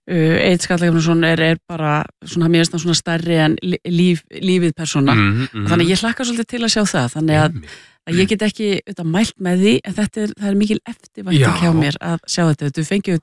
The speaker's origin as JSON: {"language": "Icelandic", "town": "Reykjavík", "region": "Capital Region", "country": "Iceland", "tie": "born or raised there", "said": "þetta var rosalega skemmtilegu tími að alast upp í Breiðholtinu"}